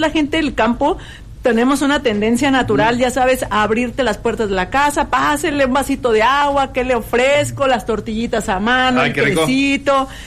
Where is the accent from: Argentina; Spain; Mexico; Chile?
Mexico; Apatzingán, Michoacán